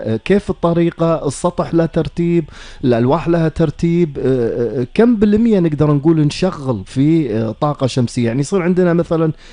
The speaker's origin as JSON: {"language": "Arabic", "country": "Kuwait", "said": "كشباب كويتي"}